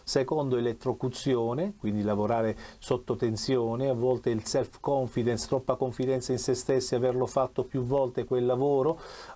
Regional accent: Taranto, Apulia, Italy; perché anche io ho detto … ma non vengo da Assisi, anche io sono di Taranto

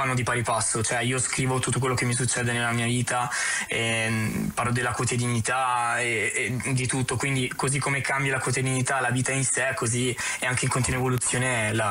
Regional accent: Trento, Trentino-Alto Adige, Italy; also born or lived in Apulia; io sì sono di Trento ma sono nato in Puglia in realtà.

